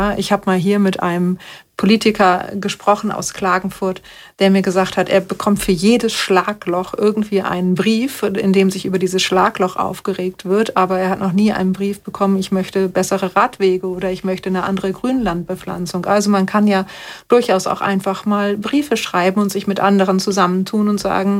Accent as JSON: {"language": "German", "country": "Germany", "moved": "yes", "lives_now": "Austria", "said": "ich als Deutsche in Österreich"}